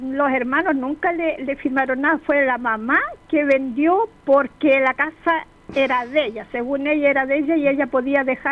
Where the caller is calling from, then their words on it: Viña del Mar, Valparaíso, Chile; de Aguasanta Abajo, Viña del Mar.